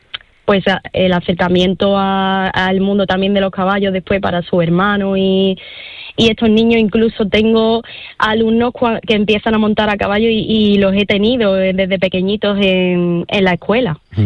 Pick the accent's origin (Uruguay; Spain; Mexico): Spain; Alcaucín, Andalusia; born there; especialmente Alcaucín, uno de nuestros pueblos, mi pueblo, como paraíso natural